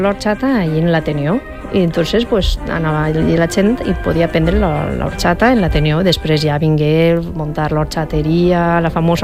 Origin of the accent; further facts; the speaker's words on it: Alboraia, Valencian Community, Spain; molts dels músics professionals que som ara d'Alboraia.